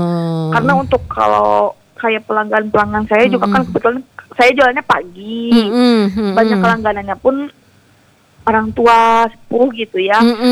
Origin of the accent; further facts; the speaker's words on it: Bandung, West Java, Indonesia; saya mah asli Bandung.